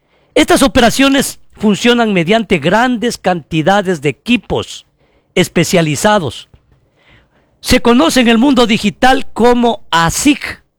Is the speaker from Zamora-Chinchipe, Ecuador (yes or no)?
yes; Palanda, Zamora-Chinchipe, Ecuador; el café de mi tierra, el café Mayu, el café de Palanda.